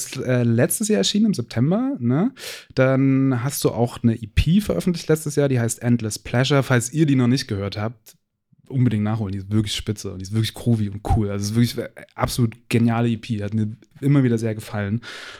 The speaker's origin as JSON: {"language": "German", "town": "Erfurt", "region": "Thuringia", "country": "Germany", "said": "ich könnte es verstehen, wenn man sagt, okay, ich komme aus Erfurt, nicht aus Halle"}